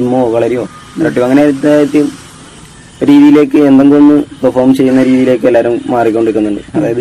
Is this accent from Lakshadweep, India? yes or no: no; Kuttippuram, Kerala, India; ഞാൻ കുറ്റിപ്പുറത്ത്.